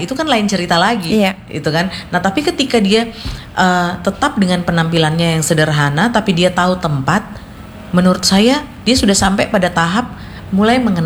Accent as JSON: {"language": "Indonesian", "town": "Sorong", "region": "Southwest Papua", "country": "Indonesia", "tie": "born there", "also_born_or_lived": "Yogyakarta", "moved": "as an adult", "said": "Jadi saya waktu SMA itu saya kecelakaan di Sorong, sebelum saya akhirnya kuliah di Jogja."}